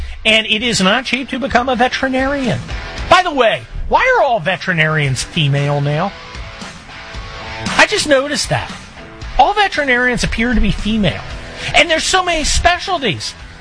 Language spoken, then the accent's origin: English; Scotland, United Kingdom